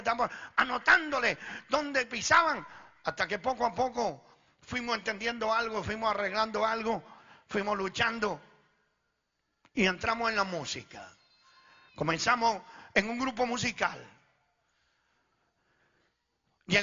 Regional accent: Venezuela; born or raised there; moved away as an adult; also born or lived in Italy; now in Sacramento, United States

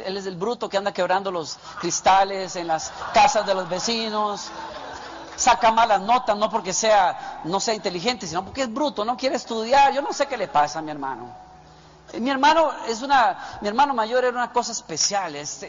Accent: Costa Rica; mi papá en Costa Rica, donde yo nací y me crié. Bueno, si se puede decir que me crié.

